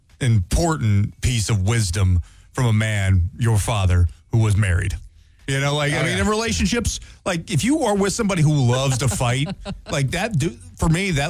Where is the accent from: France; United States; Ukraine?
United States; St. Louis, Missouri; because I grew up in St. Louis, sure. Home AB, so it's all AB products.